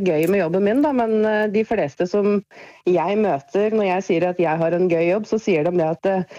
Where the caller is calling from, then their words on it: Mandal, Agder, Norway; Jeg bor i Mandal.